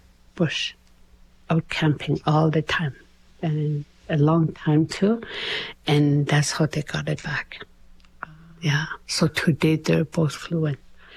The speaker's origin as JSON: {"language": "English", "town": "Délı̨nę", "region": "Northwest Territories", "country": "Canada", "tie": "born or raised there", "said": "I'm from Delina, where the Great Bear Lake is beautiful, huge, huge lake. Growing up, there was hardly any technology, no cell phone, no TV. Our community was very small."}